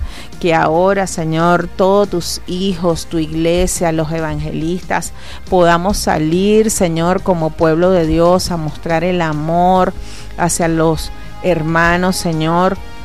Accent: Venezuela

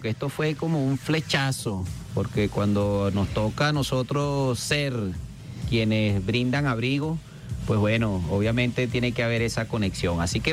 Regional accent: Venezuela; Esto es lo que somos los venezolanos, Brazón. Los venezolanos somos alegría.

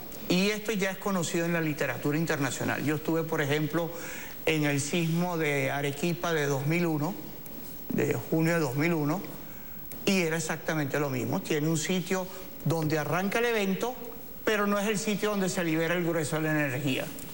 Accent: Cumaná, Sucre, Venezuela; recuerden que Venezuela cuenta, mi ciudad natal, es la primera ciudad fundada en Venezuela, es 1515, en la ciudad de Cumaná

